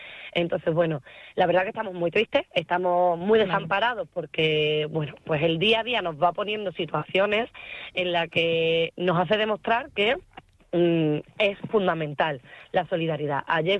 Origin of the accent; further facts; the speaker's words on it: Extremadura, Spain; Yo soy extremeña, trabajo en Extremadura y gran parte de mis compañeros y compañeras también.